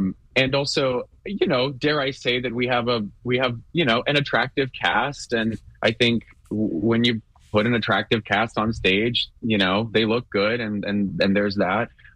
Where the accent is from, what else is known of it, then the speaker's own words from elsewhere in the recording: Houston, Texas, United States; I grew up in Houston, and when I was younger and kind of first starting out in Houston, there were so many summer shows and activities